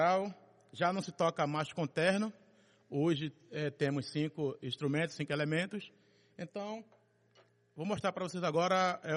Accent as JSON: {"language": "Portuguese", "town": "Condado", "region": "Pernambuco", "country": "Brazil", "tie": "born there", "said": "Eu sou da cidade do Condado, eu já nasci vendo os brocos rurais"}